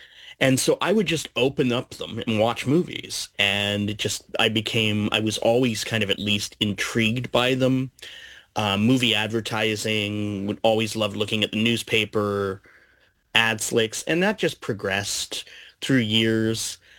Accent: Alberta, Canada; also born or lived in Oshawa; While I was born in Oshawa, I grew up in Alberta

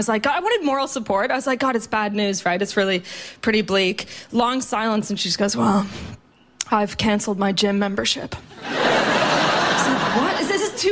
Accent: Canada; moved away; I'm from Canada.

